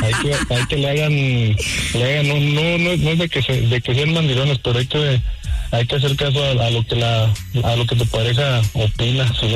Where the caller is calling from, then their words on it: Colorado, United States; De acá, desde Colorado.